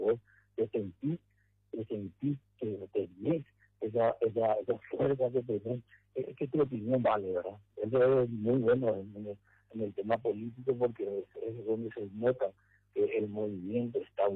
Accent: Ciudad del Este, Alto Paraná, Paraguay; nosotros somos de Ciudad del Este

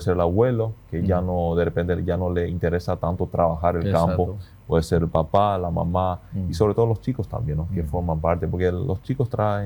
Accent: Paraguay; Yo creo que nosotros como paraguayos tenemos un valor fundamental, que es justamente la familia.

